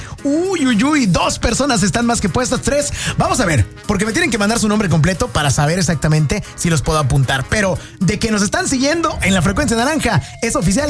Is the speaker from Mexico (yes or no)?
yes; Mexico; cómo somos los mexicanos